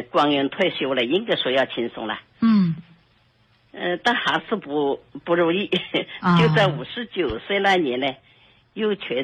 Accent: Xiangtan, Hunan, China; born or raised there

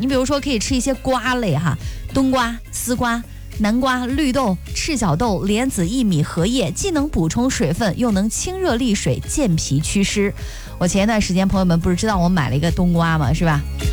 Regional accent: Henan, China; 咱河南人的餐桌上真的是少不了一些凉菜。

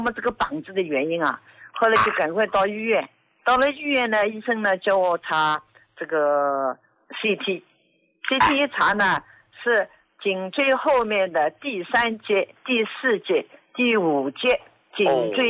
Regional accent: Jiangsu, China; 我今年73岁，我是江苏的。

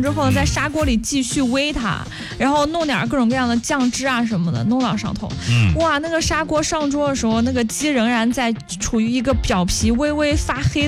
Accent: Zhengzhou, Henan, China; 我们郑州人其实还挺爱

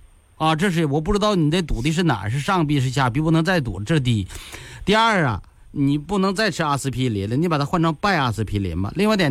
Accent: Northeast China, China; 我也是东北的，咱俩是老乡。

